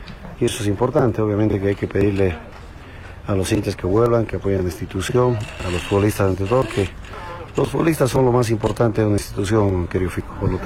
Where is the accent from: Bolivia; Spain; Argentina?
Bolivia; Cochabamba; moved away; mi tierra, Cochabamba